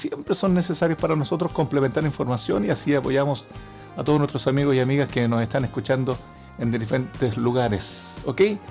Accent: Chile; somos buenos chilenos

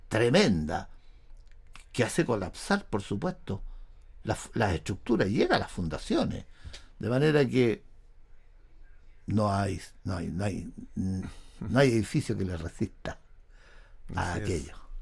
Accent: Valparaíso, Chile; born there; yo nací en Valparaíso, ¿ya? De nacimiento soy porteño.

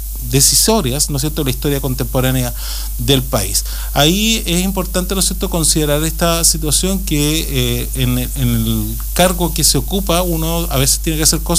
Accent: Chile; como chilenos, como chilenas

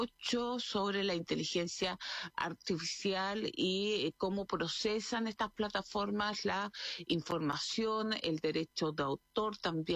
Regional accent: Chile

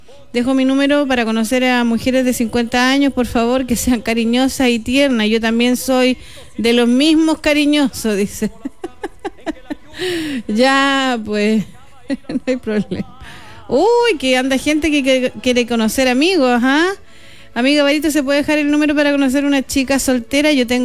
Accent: Carahue, Araucanía, Chile; Yo tengo 50 años, soy de Carahue, del campo. No tengo muy buena señal

